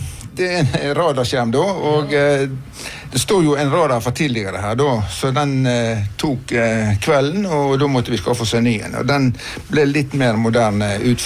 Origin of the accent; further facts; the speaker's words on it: Aske, Vestland, Norway; Jeg er nå fra Aske, da. Jeg er nå oppvokst på Aske, da.